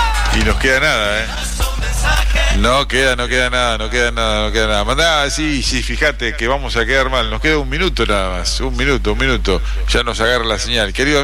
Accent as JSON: {"language": "Spanish", "town": "La Viña", "region": "Salta", "country": "Argentina", "tie": "born or raised there", "moved": "yes", "lives_now": "Firmat, Argentina", "said": "Soy bien salteño, nacido en el pueblo de La Viña, camino a Cafayate. … les mando saludo a todos los viajeros de mi pueblo nativo. Hace 22 años que vivo en Firmat."}